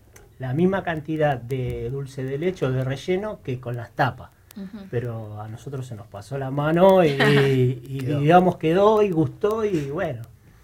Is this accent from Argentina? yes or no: yes; Rosario, Santa Fe, Argentina; moved away; Somos rosarinos nosotros.